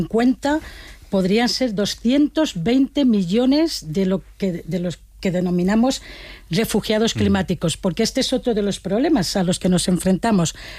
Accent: Valencian Community, Spain

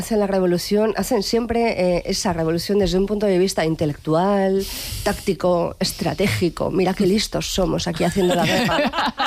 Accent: Galicia, Spain; Soy gallega, digámoslo.

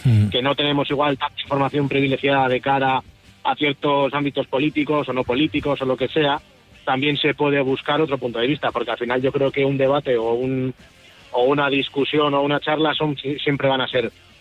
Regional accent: Portugalete, Basque Country, Spain; Vivimos cerca, me refiero a que yo soy de Portugalete, que llaman varias ocasiones.

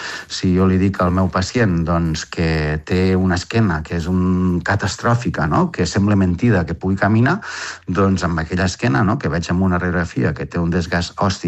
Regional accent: Balaguer, Catalonia, Spain; now in Barcelona, Spain; Jo sóc de Lleida, de Balaguer.

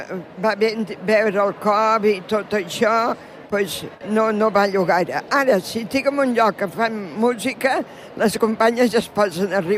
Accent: Barcelona, Catalonia, Spain; Tota la vida a Barcelona, a les meves famílies tothom són de Barcelona i de Catalunya

